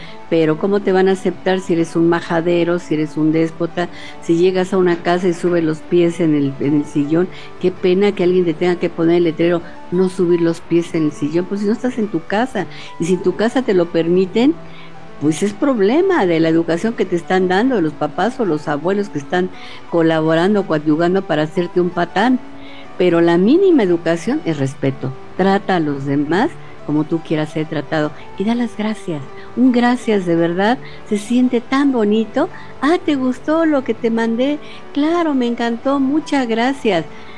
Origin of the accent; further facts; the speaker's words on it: Mexico; ni como mexicanos